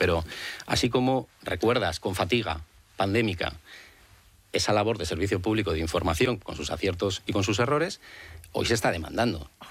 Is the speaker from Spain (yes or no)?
yes; Spain; Yo, evidentemente, espero el tiempo prudencial, como cualquier español, de cuando me vaya a tocar y poder hacerme la intervención.